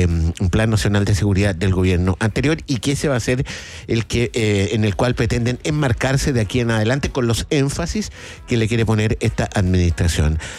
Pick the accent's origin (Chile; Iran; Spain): Chile; somos bravos los chilenos para esto, los terremotos